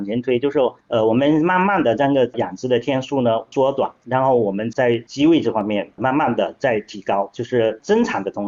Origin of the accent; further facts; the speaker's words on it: Guangdong, China; 这是我们广东人的一个经验的总结